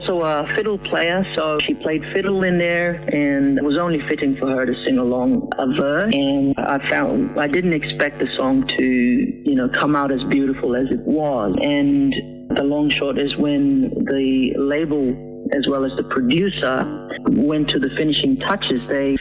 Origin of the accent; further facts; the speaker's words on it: Papua New Guinea; moved away; a little town where I grew up in Papua New Guinea.